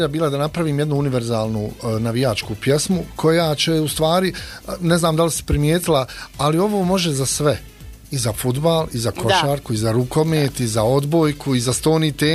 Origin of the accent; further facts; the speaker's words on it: Bosnia & Herzegovina; gdje mogu opisati nas kao Bosanci Hercegovce u četiri rečenice